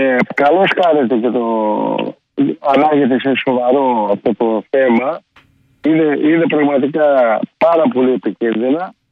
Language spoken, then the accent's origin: Greek; Karditsa, Thessaly, Greece; Να σκεφτείτε στην Καρδίτσα. Ναι. Επειδή η πατρίδα μου το λέω